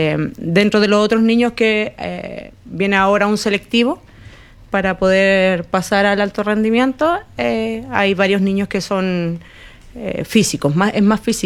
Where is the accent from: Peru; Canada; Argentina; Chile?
Chile; Y rojo porque somos chilenos y el rojo nos identifica.